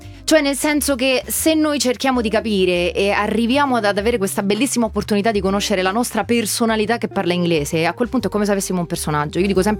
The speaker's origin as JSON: {"language": "Italian", "town": "Rome", "region": "Lazio", "country": "Italy", "also_born_or_lived": "Spain", "accent": "Romanesco", "said": "Io, per esempio, ho vissuto per un periodo in Spagna e comunque io dico sempre: io sbrocco il romanaccio, il romanesco"}